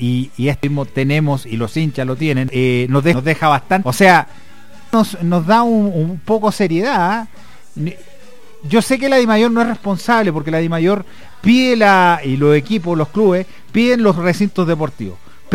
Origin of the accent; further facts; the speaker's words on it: Chile; yo por ejemplo como chileno, ucha, que son poco serios, no, diría yo.